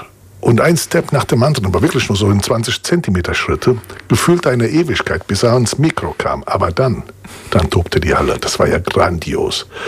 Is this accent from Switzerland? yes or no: no; Italy; now in Germany; kam als Italiener